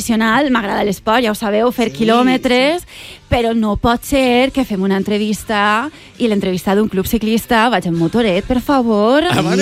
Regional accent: Alcoy, Valencian Community, Spain; un camí que es gastava per a transportar el peix de la costa cap a l'interior, i arribem al Coi, al meu poble.

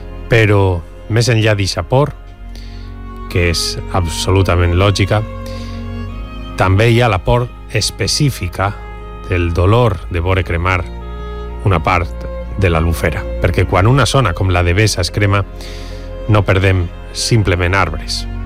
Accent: Valencian Community, Spain

